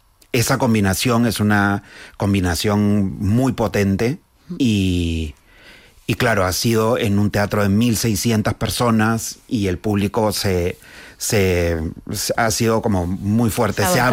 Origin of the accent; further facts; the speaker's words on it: Peru; que yo soy peruano.